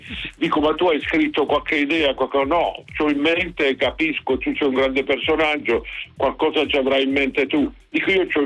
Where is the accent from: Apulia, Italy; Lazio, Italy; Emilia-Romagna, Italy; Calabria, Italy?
Apulia, Italy